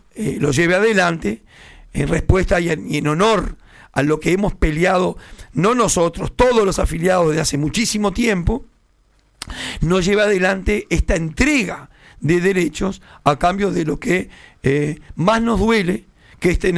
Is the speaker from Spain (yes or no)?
no; Uruguay; como decimos los uruguayos